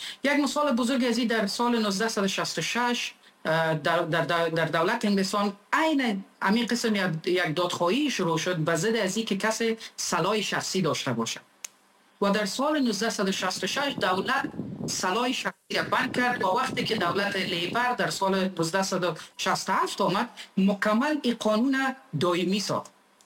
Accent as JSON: {"language": "Persian", "country": "Afghanistan", "said": "ما افغان هستم"}